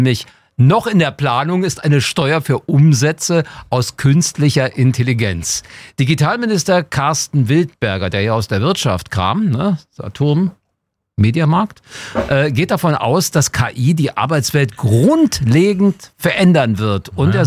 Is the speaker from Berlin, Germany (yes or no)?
yes; Berlin, Germany; Ich bin in West-Berlin aufgewachsen